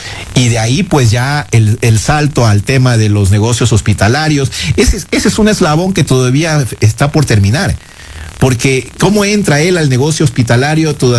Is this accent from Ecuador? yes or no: yes; Guayaquil, Guayas, Ecuador; la historia de Javier Jordán, yo que vengo de Guayaquil un poco la manejo, la conozco